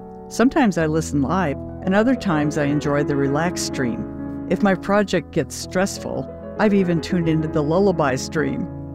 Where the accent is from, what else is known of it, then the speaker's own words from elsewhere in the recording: New Prague, Minnesota, United States; from New Prague, Minnesota, and I'm a sustaining member of Minnesota Public Radio.